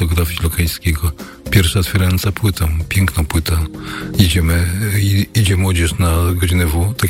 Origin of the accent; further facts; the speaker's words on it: Warsaw, Masovian Voivodeship, Poland